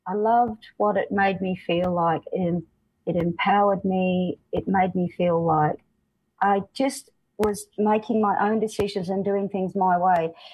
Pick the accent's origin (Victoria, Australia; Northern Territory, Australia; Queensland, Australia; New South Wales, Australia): Northern Territory, Australia; Mabantwa; we're from Mabantwa